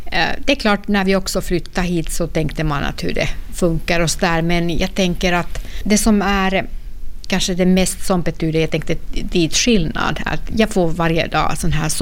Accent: Finland; Swedish is a second language; moved away as an adult; now in Sweden; Så att han är också från Finland, men eller var 2 när de flyttade till Sverige då med sina föräldrar på 60- eller 70-talet då. Så att Sverige-finne kallar man väl då att man är.

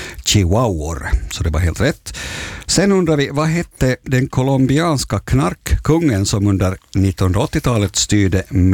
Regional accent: Åland, Finland; som ålänning så undrar jag hur du klarar det här.

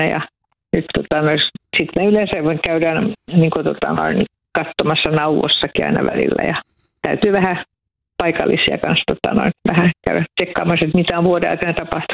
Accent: Vihti, Uusimaa, Finland

